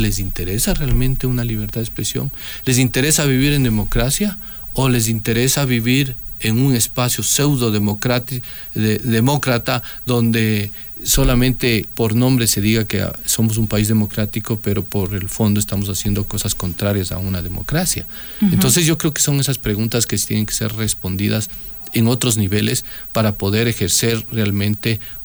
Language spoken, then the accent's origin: Spanish; Ecuador; los dueños y soberanos somos el pueblo ecuatoriano.